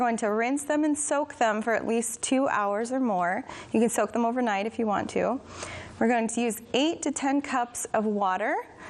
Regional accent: Sacramento, California, United States; I am from Sacramento, California.

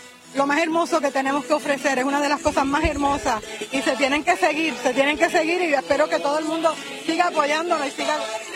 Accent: Aguadilla, Puerto Rico; now in California, United States; mantener mi Aguadilla primero en buen lugar

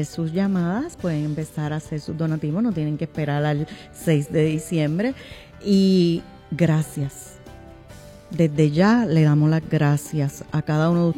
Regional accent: Yabucoa, Puerto Rico; que soy de Yabucoa

